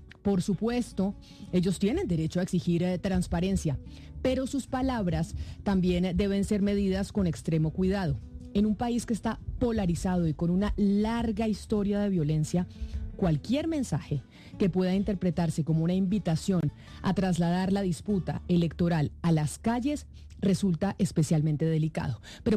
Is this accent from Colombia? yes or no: yes; Colombia